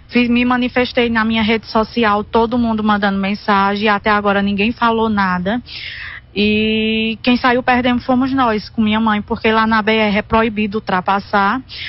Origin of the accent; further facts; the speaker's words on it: Águas Belas, Pernambuco, Brazil; Isso, somos de Águas Belas.